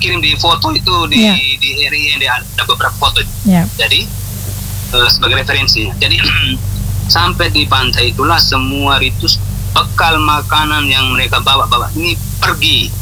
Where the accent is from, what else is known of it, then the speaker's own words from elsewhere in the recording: East Nusa Tenggara, Indonesia; kami orang Lamaholot khususnya Witiam Adonara